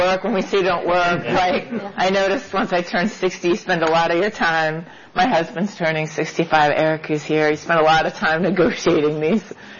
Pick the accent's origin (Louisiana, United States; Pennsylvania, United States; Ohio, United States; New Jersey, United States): Ohio, United States; Youngstown; I am an Ohio girl through and through. I grew up in Youngstown, Ohio, and my grandfather came here, like a lot of folks from Europe, to escape persecution, ended up in Youngstown in the steel mills.